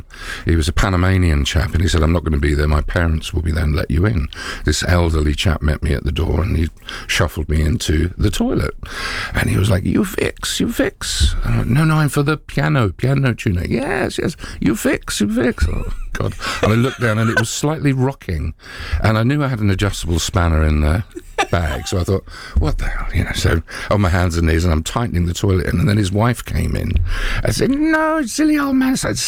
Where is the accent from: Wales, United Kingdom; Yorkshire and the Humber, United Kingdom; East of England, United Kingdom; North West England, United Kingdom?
East of England, United Kingdom; Watford; now in London, United Kingdom; I ended up moving from my hometown in Watford into London and got more into sort of performance pianos.